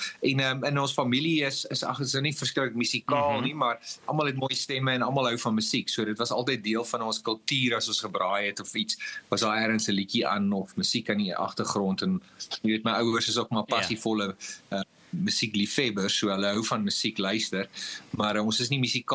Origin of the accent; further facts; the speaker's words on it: George, Western Cape, South Africa; moved away as an adult; ek het groot geword in George, in die Suid-Kaap. Ek het daar skool gegaan en ek was in Uitenikwa. En dis omtrent dit, ja, ek het maar my kinderjare daar spandeer.